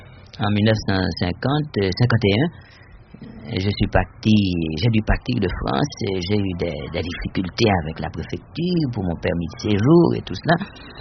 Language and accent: French; Haiti; Et en Haïti, oui, mais tant bien que mal, dans la mesure où on trouvait les livres, parce que dans ma ville natale, par exemple, il n'y avait pas de bibliothèque.